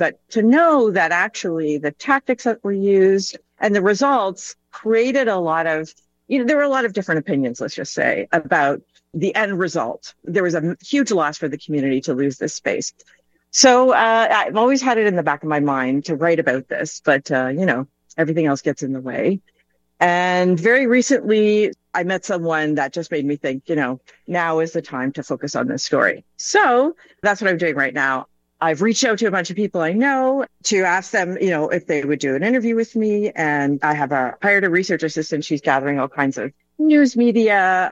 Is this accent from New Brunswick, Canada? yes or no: no; Toronto, Ontario, Canada; moved away as an adult; now in Vancouver, Canada; I moved here in 2004 when I got the job at SFU. I'm from Toronto.